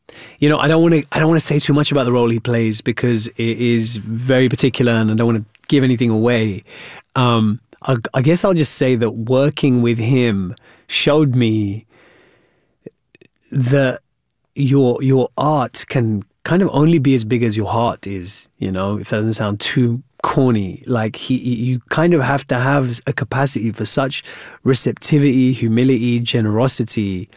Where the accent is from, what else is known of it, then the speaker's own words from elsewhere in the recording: Wembley, London, United Kingdom; this Hamlet story set in, you know, medieval Denmark actually is exactly like growing up in Wembley.